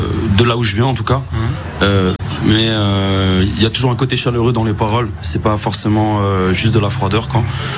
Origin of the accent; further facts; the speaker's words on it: Metz, Grand Est, France; Moi, je viens de Metz.